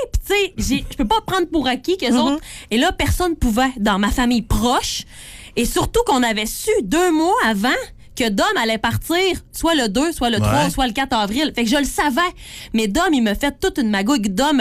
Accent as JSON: {"language": "French", "region": "Quebec", "country": "Canada", "said": "il est venu me voir à quelques reprises. reprises chez nous au Lac-Saint-Jean."}